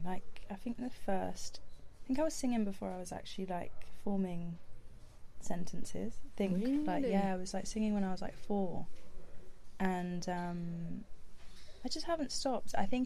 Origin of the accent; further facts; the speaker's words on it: Westerham, South East England, United Kingdom; I am from Kent